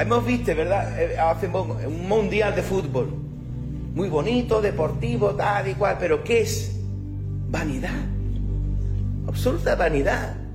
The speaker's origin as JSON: {"language": "Spanish", "country": "Spain", "said": "Para eso sí somos españoles."}